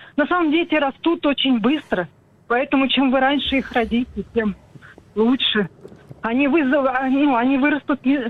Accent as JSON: {"language": "Russian", "town": "Kamyshin", "region": "Volgograd Oblast", "country": "Russia", "said": "Да, я из города Камышино."}